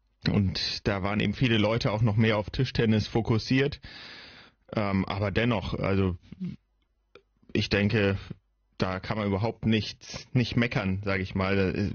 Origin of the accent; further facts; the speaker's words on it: Northern Germany, Germany; Wir sind ja direkt an der Küste aufgewachsen.